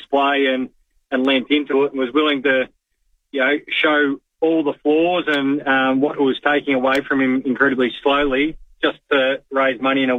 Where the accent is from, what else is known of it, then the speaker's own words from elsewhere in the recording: Geelong, Victoria, Australia; growing up in Geelong in the 90s, it was hard not to get behind the Cats.